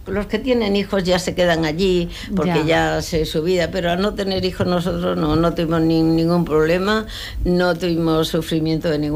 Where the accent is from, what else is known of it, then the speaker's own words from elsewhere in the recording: Tíjola, Andalusia, Spain; born there; moved away as an adult; also born or lived in Barcelona; Yo estuve trabajando en Tíjola, 2 años